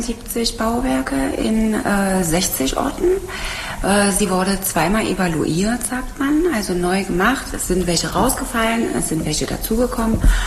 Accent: Magdeburg, Saxony-Anhalt, Germany; born there

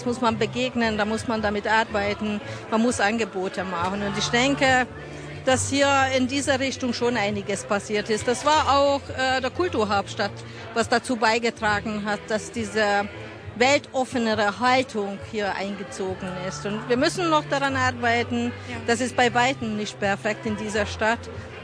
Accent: Hungary; moved away as an adult; now in Chemnitz, Germany; Ich bin eine Ungarin, kam 1991 der Liebe wegen nach Deutschland und lebe auch seitdem hier in Chemnitz.

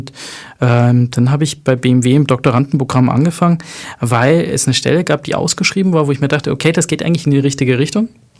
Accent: Tunisia; Wo kommen Sie denn her? Habe ich halt gesagt, meine Mutter kommt aus Tunesien. Ich bin Tunesier.

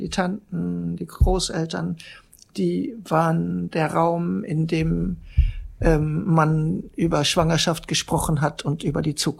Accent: Germany; Eindeutig Europäerin, viele haben auch getickt, ich bin eine Deutsche, was will die eigentlich hier?

